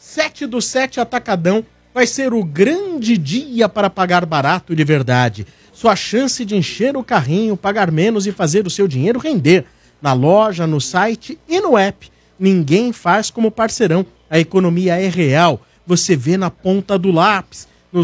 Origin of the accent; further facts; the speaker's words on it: Santos, São Paulo, Brazil; born there; Mano, por isso que eu não gosto que falo que eu nasci em Santos.